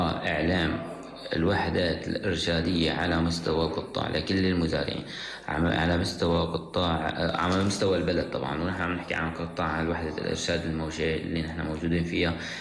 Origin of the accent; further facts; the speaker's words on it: Syria; عندنا في سوريا